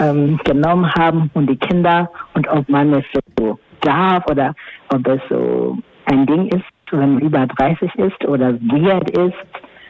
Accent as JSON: {"language": "German", "country": "Kenya", "moved": "yes", "said": "Ich komme aus Kenia"}